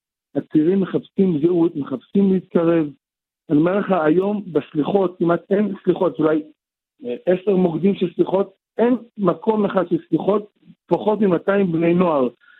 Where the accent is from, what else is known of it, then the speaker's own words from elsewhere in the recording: Jerusalem, Jerusalem District, Israel; now in Tel Aviv, Israel; הייתי גר בגאולה, בירושלים.